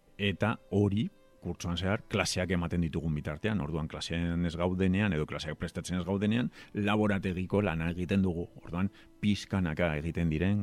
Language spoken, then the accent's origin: Basque; Portugalete, Basque Country, Spain; born there; also born or lived in Vitoria-Gasteiz / Germany; 45 urte ditut, Portugaleten, Bizkaian jaio nintzen, eta, orain dela urte asko ez naiz berton bizitzen, Gasteizen bizitzen nintzen, gero Alemanian